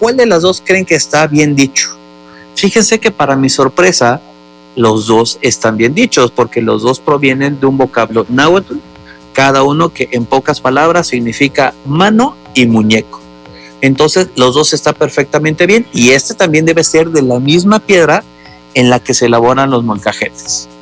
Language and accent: Spanish; Mexico; como mexicanos o cocineros mexicanos